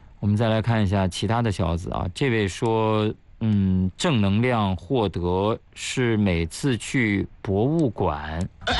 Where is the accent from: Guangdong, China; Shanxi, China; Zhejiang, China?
Shanxi, China; Changzhi; moved away; 我老家山西长治的马拉松。哎，因为那个地方不大嘛